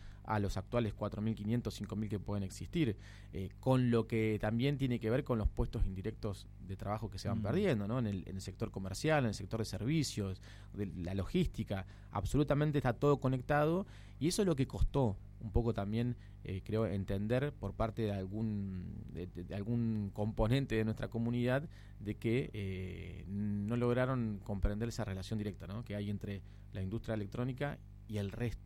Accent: Argentina; todos tenemos que comprender y entender como argentinos cuál es la función que cumple la población de Tierra del Fuego.

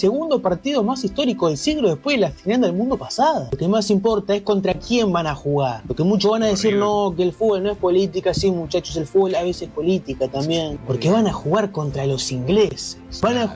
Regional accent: Uruguay; Yo soy uruguayo

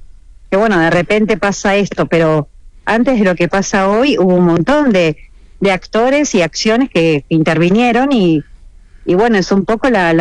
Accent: Buenos Aires, Argentina; somos más porteños que el obelisco

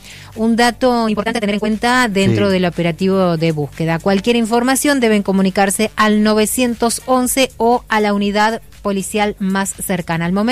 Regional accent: Cipolletti, Río Negro, Argentina; Buenos días a todos en el estudio. … soy de Chipoletti.

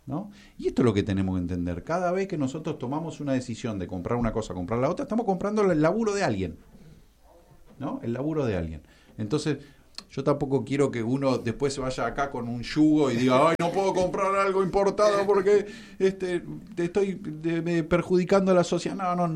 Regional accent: Argentina

